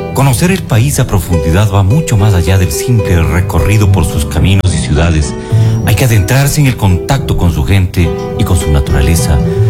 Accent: Ecuador; aquella en la que nos reconocemos como ecuatorianos, esa que cantamos desde niños

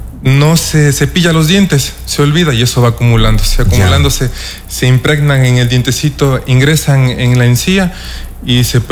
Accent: Otavalo, Imbabura, Ecuador; moved away as an adult; now in Santo Domingo, Ecuador; De la provincia de Imbabura, soy de Otavalo.

